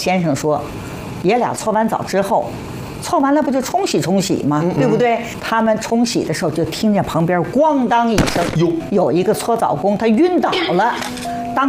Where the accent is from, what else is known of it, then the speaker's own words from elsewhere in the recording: southern China, China; 我跟我爱人就说，咱们都是南方人，北方没去过